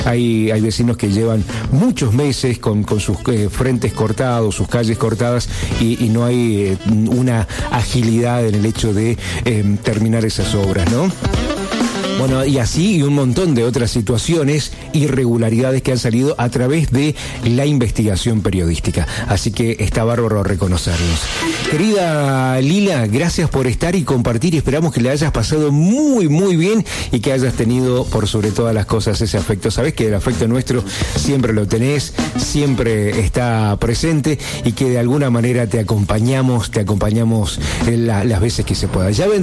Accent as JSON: {"language": "Spanish", "country": "Argentina", "said": "uno como argentino"}